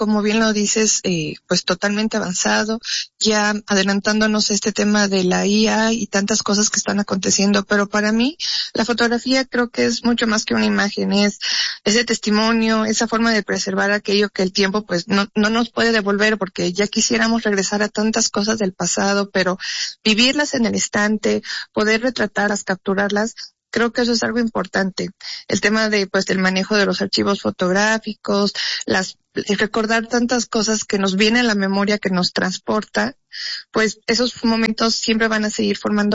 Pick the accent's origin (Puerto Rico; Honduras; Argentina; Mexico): Mexico; born there; Yo te comento, soy boliviana, mexicana, uh-huh. Nací aquí en México, pero pues mis raíces son bolivianas.